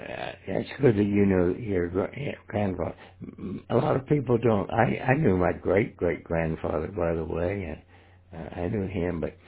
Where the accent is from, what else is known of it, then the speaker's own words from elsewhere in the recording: Alton, Illinois, United States; born there; also born or lived in Fremont, Ohio; Actually, I was born in Alton, Illinois. I'm an Air Force brat